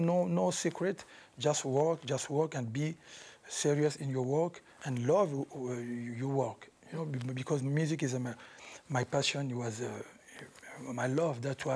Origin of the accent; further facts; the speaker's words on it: Kinshasa, DR Congo; English is a second language; moved away as an adult; also born or lived in Paris; because I grew up in Kinshasa, mm-hmm. and I go to the Paris when I was, used to be a little bit, you know, like 20, mm-hmm. 19, 20. Mm-hmm. So I have both culture, you know, Congolese culture and Rumba music.